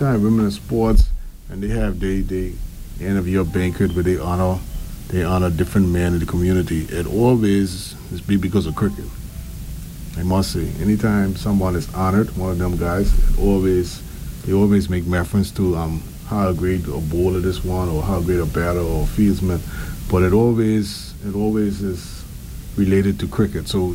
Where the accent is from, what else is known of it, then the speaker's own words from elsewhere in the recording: Turks & Caicos Islands; growing up in the Caribbean, growing up in the West Indies and the Turks and Caicos Islands